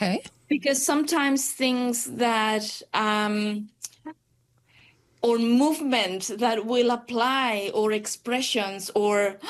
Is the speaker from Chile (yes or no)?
yes; Chile; moved away as an adult; now in Dunedin, New Zealand; So, I'm from Chile.